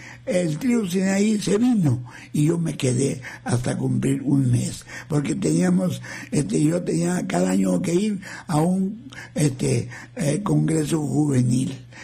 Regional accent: Mexico; nos presentamos como mexicanos, y allá en todo Centroamérica a los mexicanos nos quieren mucho

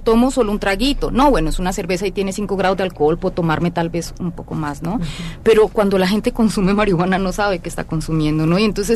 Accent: Colombia; moved away; yo soy colombiana

